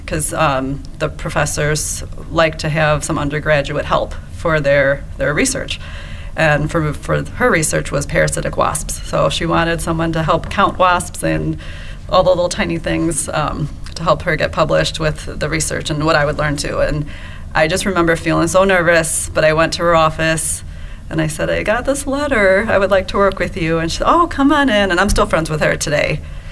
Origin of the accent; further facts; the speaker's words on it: Ottawa, Illinois, United States; born or raised there